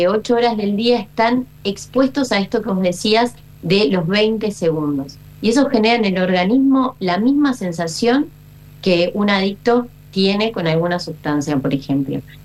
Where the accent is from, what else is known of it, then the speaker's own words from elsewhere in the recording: Uruguay; also born or lived in Buenos Aires; yo si bien soy uruguaya, soy psicóloga uruguaya, estudié mis dos especializaciones en Buenos Aires